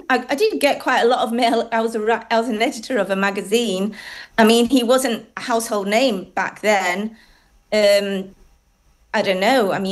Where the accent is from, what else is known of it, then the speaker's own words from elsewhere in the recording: Barnsley, Yorkshire and the Humber, United Kingdom; I was in my early 20s and I was pretty desperate growing up in Barnsley.